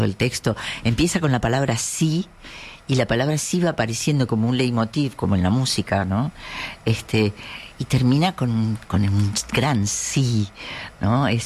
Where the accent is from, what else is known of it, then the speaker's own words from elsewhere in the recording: Argentina; Eso que nos une, sí, como argentinos.